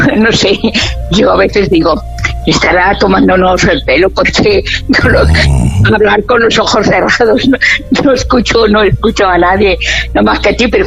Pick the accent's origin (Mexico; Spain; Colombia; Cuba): Spain; Catalonia; Es que yo no soy de aquí, señora, yo soy de Cataluña, y en Barcelona a los niños se dicen canalla.